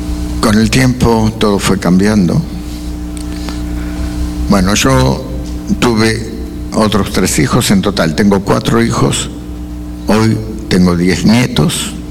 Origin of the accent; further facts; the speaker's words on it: Argentina; now in Israel; Yo como argentino, en el medio.